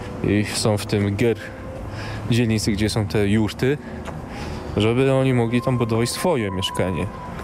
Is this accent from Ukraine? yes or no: no; Mongolia